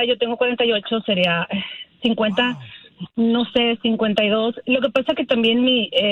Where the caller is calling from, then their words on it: Jalisco, Mexico; yo soy de Jalisco.